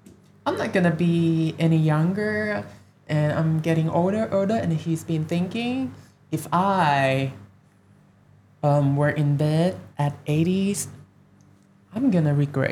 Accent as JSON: {"language": "English", "country": "Thailand", "tie": "born or raised there", "said": "I didn't have much challenges growing up in Thailand"}